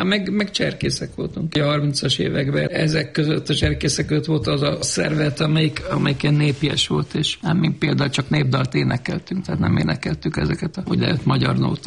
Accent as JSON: {"language": "Hungarian", "town": "Székesfehérvár", "region": "Fejér", "country": "Hungary", "tie": "born or raised there", "also_born_or_lived": "Vác", "said": "Éltünk, de nem ott születtem. Én Vácon, szóval vagomban voltak, és Vácon születtem, de hát ilyen átmeneti állapotban. Fehérváron jártam iskolába"}